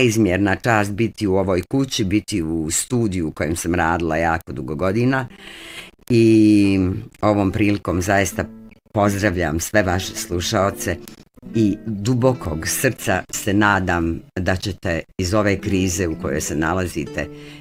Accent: Sarajevo, Federation of Bosnia and Herzegovina, Bosnia & Herzegovina; now in Monaco; Dakle, od Monaka, ja u Monaku pričam o Sarajevu i u Monaku dovedem Sarajevo.

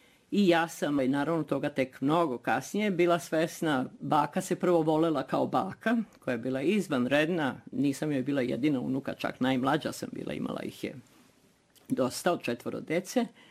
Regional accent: Zemun, Belgrade, Serbia; born there; I majka je mene dovodila iz Beograda, gdje sam ja rođena, tačnije u Zemunu.

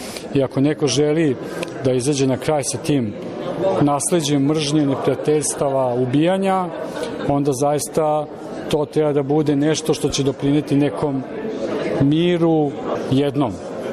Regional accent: Belgrade, Serbia; Dolazim iz Beograda.

